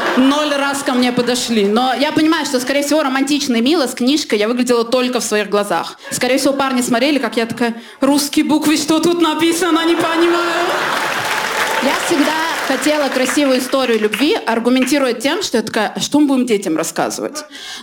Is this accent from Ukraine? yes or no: no; Armenia; я такая, так, я армянка, я на приколе.